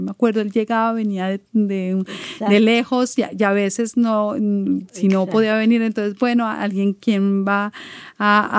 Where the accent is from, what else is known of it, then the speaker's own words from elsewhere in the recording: Colombia; moved away as an adult; now in Quebec, Canada; yo vengo de Colombia, también lo digo algunas veces. Yo llegué a Quebec hace 29 años